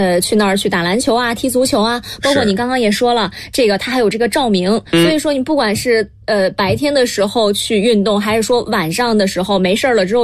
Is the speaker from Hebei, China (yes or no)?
yes; Shijiazhuang, Hebei, China; 看到我的这个家乡一点一点变得这么的美丽